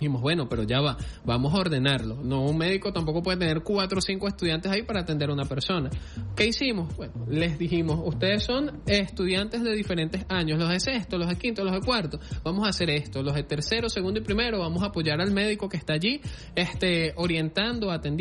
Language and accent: Spanish; Venezuela; nosotros de repente como venezolanos, como hombres, como padres, chamo, debemos ser responsables.